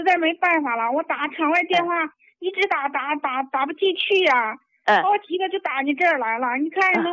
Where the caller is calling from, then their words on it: Linfen, Shanxi, China; 我家是山西临汾的，